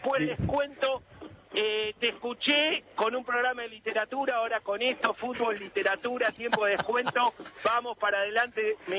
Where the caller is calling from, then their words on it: Buenos Aires, Argentina; yo vivo en Flores, Boyacá y Rivadavia.